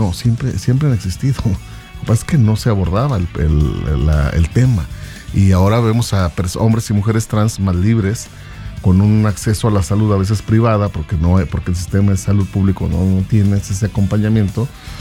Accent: San Luis Potosí, Mexico; que no somos esos potosinos, potosinos con el gentilicio que nos reconoce mucha gente fuera de nuestro territorio

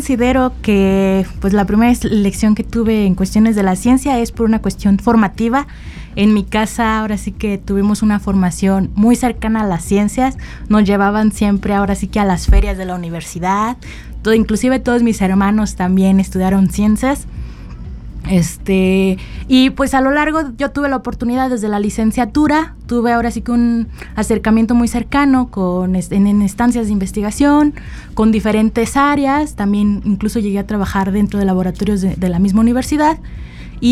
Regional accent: San Luis Potosí, Mexico; Igual que mi predecesora, también soy de aquí de San Luis.

